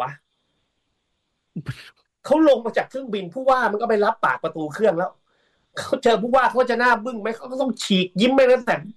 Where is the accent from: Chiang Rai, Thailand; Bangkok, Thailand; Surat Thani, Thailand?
Bangkok, Thailand; คือเราเป็นคนกรุงเทพอ่ะ